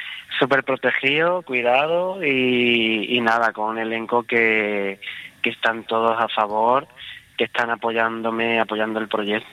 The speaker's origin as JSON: {"language": "Spanish", "town": "Lucena", "region": "Andalusia", "country": "Spain", "also_born_or_lived": "Málaga", "said": "Yo soy de Lucena, de Córdoba, pero me siento muy malagueño, estudié en Málaga"}